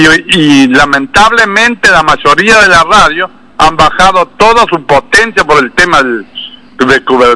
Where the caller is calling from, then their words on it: Argentina; como argentino y hombre de radio